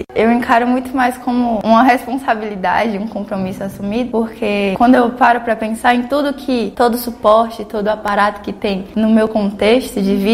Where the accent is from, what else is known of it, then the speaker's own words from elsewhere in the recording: Itabuna, Bahia, Brazil; moved away; lá de Itabuna, da minha terra